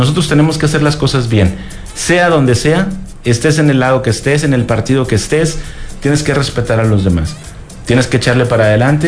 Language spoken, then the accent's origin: Spanish; Mexico